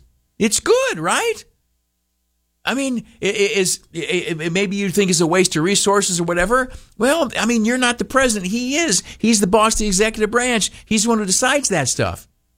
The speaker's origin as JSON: {"language": "English", "country": "United States", "said": "I think as an American, both I as a redneck conservative"}